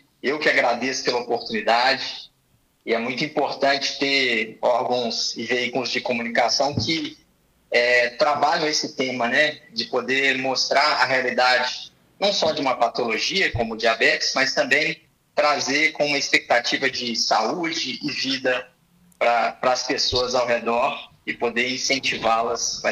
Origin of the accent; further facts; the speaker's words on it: Nova Lima, Minas Gerais, Brazil; moved away as an adult; now in Belo Horizonte, Brazil; Eu sou de Nova Lima. Eu nasci em Nova Lima, hoje eu moro em Belo Horizonte, sou casado há 12 anos, mas minha infância toda foi em Nova Lima, então minha família é de lá